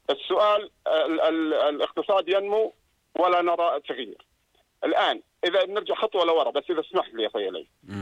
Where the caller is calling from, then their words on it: Jordan; أنا أردني